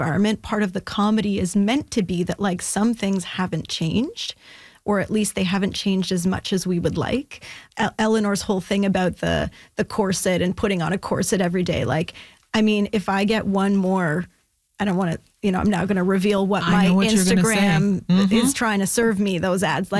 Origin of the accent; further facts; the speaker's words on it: Ottawa, Ontario, Canada; I'm actually from Ottawa originally